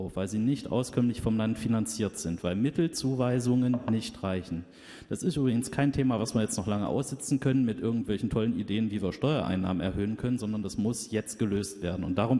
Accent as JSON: {"language": "German", "region": "Saxony-Anhalt", "country": "Germany", "said": "Ich komme aus Mansfeld-Südharz."}